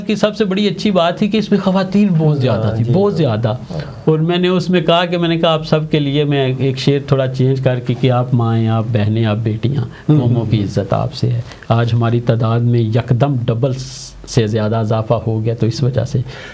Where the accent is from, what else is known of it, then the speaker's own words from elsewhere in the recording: Pakistan; میں نے کہا یار ہمارے لیے انڈین اور پاکستانی امبیسی میں کیا فرق رہ گیا, وہ بھی ہم تو پاکستانی ہیں نا اپنی امبیسی کو